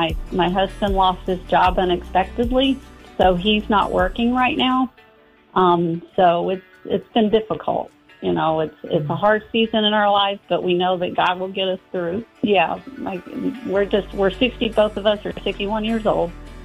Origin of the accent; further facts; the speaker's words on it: Texas, United States; accent: Texas; now in Maryland, United States; Originally Texas, but we moved to Maryland in 89.